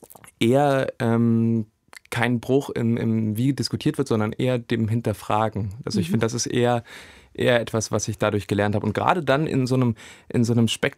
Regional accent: Saxony-Anhalt, Germany; Ich komme aus Sachsen-Anhalt

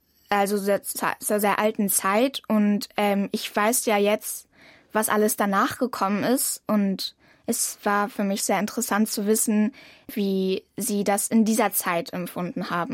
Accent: Halle, Saxony-Anhalt, Germany; ich komme aus Halle und gehe dort aufs Thomas-Münzer-Gymnasium.

